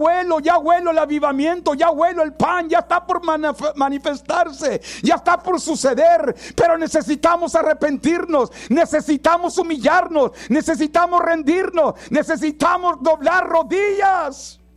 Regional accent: Los Ramones, Nuevo León, Mexico; now in McAllen, United States; he orado por mi, aleluya, por mi gente, por mi pueblo, o por Nuevo León, que soy de Garza González, Los Ramones.

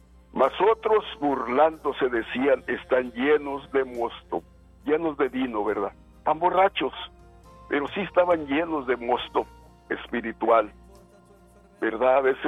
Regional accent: Mexico; born there; moved away; yo nací en México, yo no quería volver para México por la pobreza que pasamos.

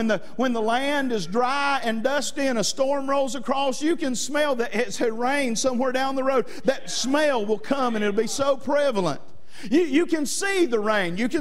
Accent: Georgia, United States; I grew up in North Georgia

